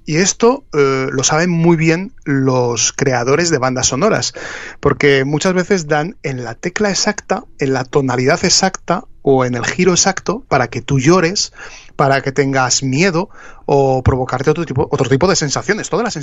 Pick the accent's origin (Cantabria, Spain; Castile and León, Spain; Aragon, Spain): Aragon, Spain; Zaragoza; born there; moved away; Estoy en Zaragoza. He vuelto a mi ciudad natal por unos días.